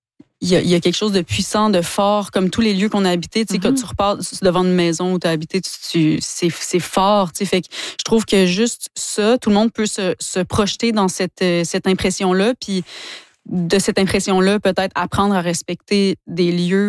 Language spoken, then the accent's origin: French; Quebec, Canada; Ouais, ma famille vient du bas du fleuve okay. aussi, mais ouais, j'ai grandi en Gaspésie.